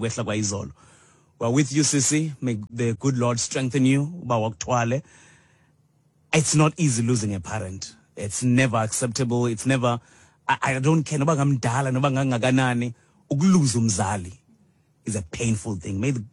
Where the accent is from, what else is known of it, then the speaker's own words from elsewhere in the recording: South Africa; I'm a patriotic South African. My patriotic South African.